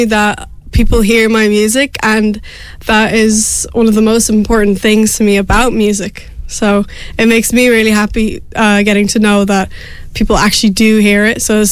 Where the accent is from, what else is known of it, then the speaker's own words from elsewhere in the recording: South Africa; now in Wicklow, Ireland; I am originally from South Africa, but I live in Wicklow.